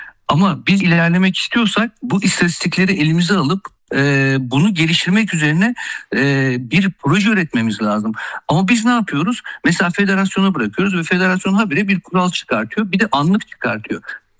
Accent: Istanbul, Turkey; İstanbul'da bir sokaklarda büyüdük. Futbol sahalarında, toprak futbol sahalarında büyüdük.

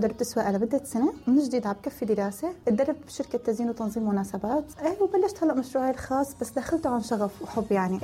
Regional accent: Syria; moved away as an adult; أنا طلعت من سوريا مثل كل مواليد التسعينات، ما قدرت كفي جامعتي، أخذت البكالوريا، طلعت لتركيا

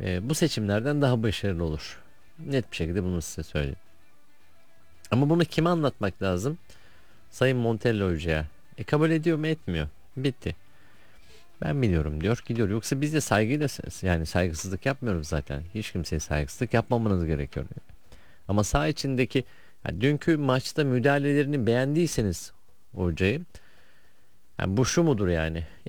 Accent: Adana, Turkey; Adanalıyım, Adana Demirsporluyum. O zamandan beri saygım var hocaya.

